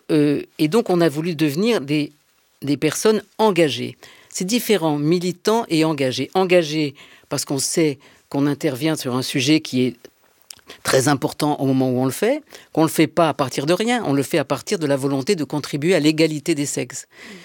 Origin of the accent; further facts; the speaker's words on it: Marseille, Provence-Alpes-Côte d'Azur, France; moved away as an adult; now in Paris, France; Je suis arrivée à Paris en 1972, parce que j'étais entrée à Normal Sup. Je venais de Aix et de Marseille.